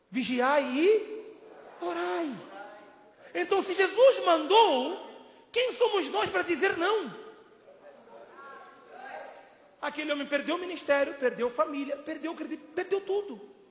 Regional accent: Mozambique; Há uns anos, foi um pastor em minha terra, Moçambique.

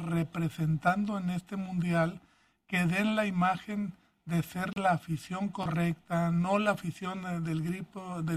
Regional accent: Mexico; porque definitivamente así somos, o sea, así somos los mexicanos, tenemos que nombrarlo.

